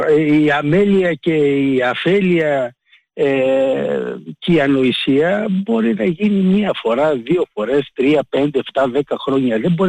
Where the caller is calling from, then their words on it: Komotini, Eastern Macedonia and Thrace, Greece; καλημέρα σε όλο τον κόσμο, από Κομωτινή, από Θράκη.